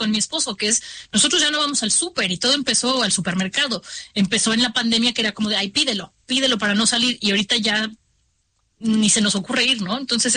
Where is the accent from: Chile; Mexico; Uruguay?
Mexico; yo como mexicana